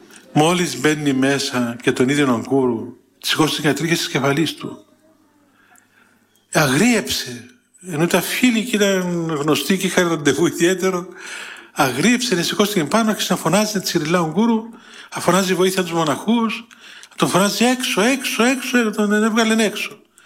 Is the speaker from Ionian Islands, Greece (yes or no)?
no; Thessaloniki, Central Macedonia, Greece; Από πού είσαι? Είμαι από την Ελλάδα, από τη Θεσσαλονίκη.